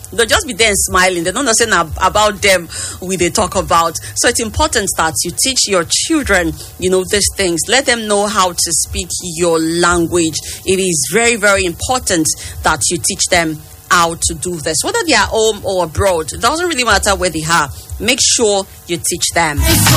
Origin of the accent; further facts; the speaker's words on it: Lagos, Nigeria; my parents, I was born and raised in Lagos. So we do speak. While we're still in that same Lagos, we're taught how to speak Afe, my language. So I did speak Edo language like very, very well.